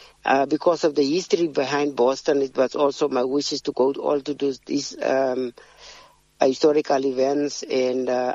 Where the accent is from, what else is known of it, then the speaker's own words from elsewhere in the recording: Northern Cape, South Africa; I'm proud as a South African and from a small town in the Northern Cape in the Republic of South Africa of Prisca, you know, dusty streets, start from a humble beginnings